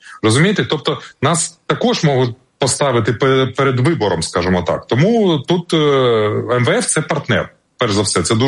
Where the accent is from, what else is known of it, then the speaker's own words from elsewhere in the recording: Odesa, Odesa Oblast, Ukraine; я представник міста Одеса, я одесит